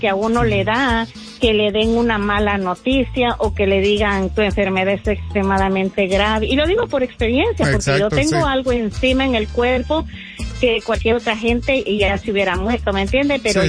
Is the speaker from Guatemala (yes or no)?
yes; La Gomera, Escuintla, Guatemala